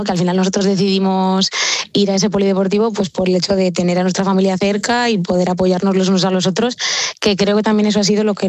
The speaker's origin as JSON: {"language": "Spanish", "town": "Robledo de Chavela", "region": "Community of Madrid", "country": "Spain", "also_born_or_lived": "Colmenar del Arroyo", "said": "en mi caso yo soy mitad de Robledo y mitad de Colmenar"}